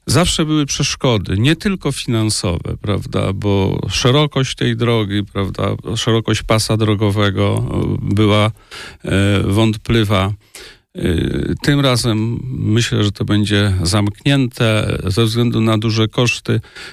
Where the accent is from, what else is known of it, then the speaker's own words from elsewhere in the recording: Iłów, Masovian Voivodeship, Poland; trzeba jakąś, myślę, jakoś to podkreślać, że my jesteśmy stąd, nasi bohaterowie są z Iłowa, z ziemi iłowskiej.